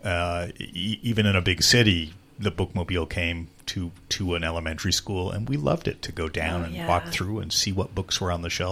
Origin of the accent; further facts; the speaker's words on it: Whidbey Island, Washington, United States; I have the Snow Isle. Because I came from Whidbey Island. So I have the Snow Isle Library